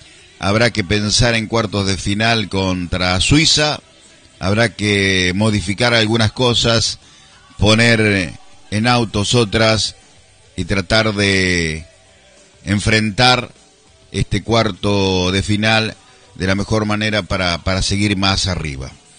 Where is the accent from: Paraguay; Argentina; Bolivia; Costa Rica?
Argentina; como somos los argentinos resilientes